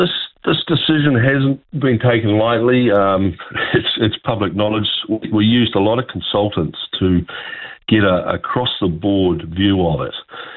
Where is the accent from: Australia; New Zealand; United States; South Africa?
New Zealand; I'm a New Zealander. You know, I played for New Zealand